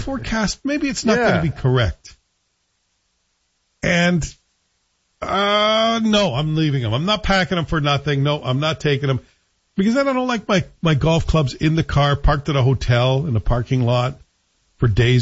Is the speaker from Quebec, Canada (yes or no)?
no; Toronto, Ontario, Canada; now in Ottawa, Canada; all my friends growing up in Toronto who were Montreal Canadiens fans